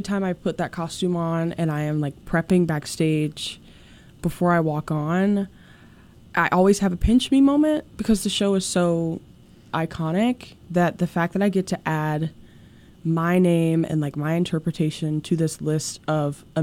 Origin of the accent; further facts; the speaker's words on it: North Carolina, United States; I am from North Carolina.